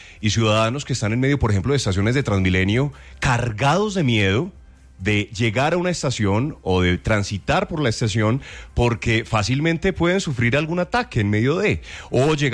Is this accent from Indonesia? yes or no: no; Colombia; Claro, es que como colombianos tenemos el derecho de salir y la necesidad.